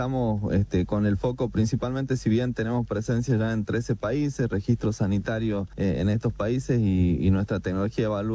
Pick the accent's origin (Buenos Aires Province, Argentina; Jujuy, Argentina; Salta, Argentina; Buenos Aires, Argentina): Jujuy, Argentina; Tilcara; Yo soy de Tilcara, otro de mis socios de La Quiaca y otro de Palpalá.